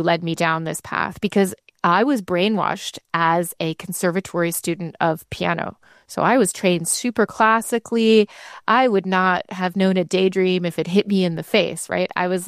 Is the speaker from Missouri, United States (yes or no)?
yes; St. Louis, Missouri, United States; I grew up in St. Louis, Missouri.